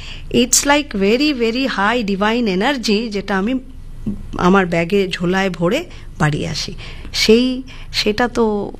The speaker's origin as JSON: {"language": "Bangla", "town": "Chittagong", "region": "Chittagong Division", "country": "Bangladesh", "moved": "yes", "said": "আমি এখন যেখানে থাকি, দেখুন আমি চট্টগ্রামের মানুষ, কিন্তু আমি এখন যেখানে থাকি সেই মানে কমিউনিটিটা পুরোটাই সিলেটিদের কমিউনিটি।"}